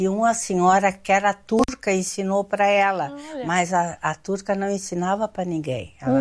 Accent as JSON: {"language": "Portuguese", "town": "Pinheiro Machado", "region": "Rio Grande do Sul", "country": "Brazil", "tie": "born there", "said": "Eu nasci na campanha. É. Eu nasci em Pinheiro Machado. No município de Pinheiro Machado, na casa da minha avó."}